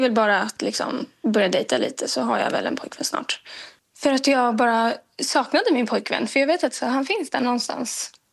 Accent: Uppsala, Uppsala County, Sweden; Så jag är från Uppsala, utanför Uppsala. Och håller på med musik.

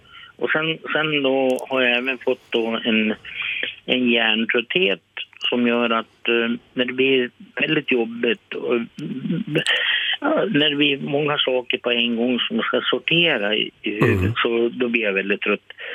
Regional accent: Vilhelmina, Västerbotten County, Sweden; Jag är västerbottning. Jag kommer från Vilhelmina.

